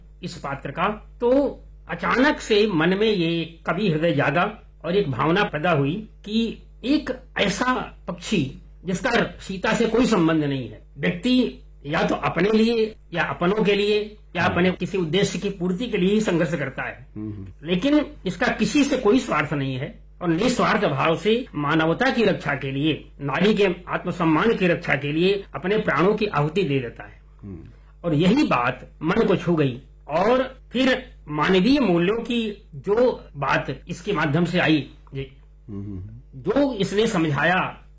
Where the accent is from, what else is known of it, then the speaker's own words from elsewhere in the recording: Pratapgarh, Uttar Pradesh, India; moved away as an adult; now in Jalandhar, India; मैं मूल रूप से प्रतापगढ़ जिले का निवासी हूँ, उत्तर प्रदेश से